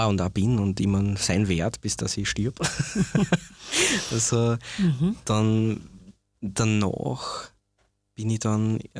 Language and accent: German; Upper Austria, Austria; also born or lived in United States; Bin aus dem Salzkammergut eigentlich und dort auch aufgewachsen.